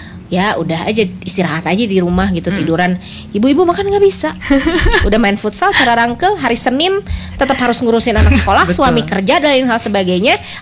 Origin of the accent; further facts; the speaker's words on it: Pangalengan, West Java, Indonesia; Saya juga dari Pangalengan dikit sedikit kan.